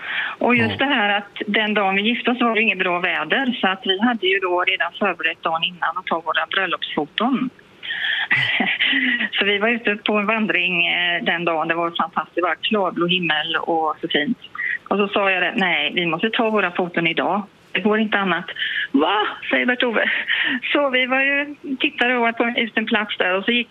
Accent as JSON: {"language": "Swedish", "region": "Östergötland", "country": "Sweden", "said": "Jag är från Östergötland"}